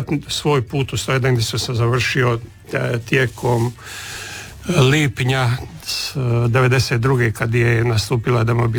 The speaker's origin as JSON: {"language": "Croatian", "country": "Croatia", "said": "Kod nas u Hrvatskoj, bar u nekom dijelu Hrvatske, javlja uvjerenje da su Istrani malo mekši, Hrvati i tako dalje."}